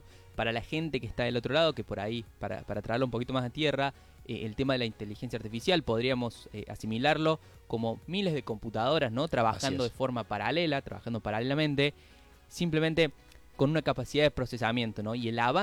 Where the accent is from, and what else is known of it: Argentina